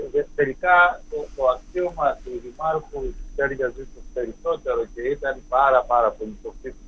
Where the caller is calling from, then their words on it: Crete, Greece; στο χωριό μου, που εγώ ανήκω στο Δήμο Αρκανών Αστερουσίων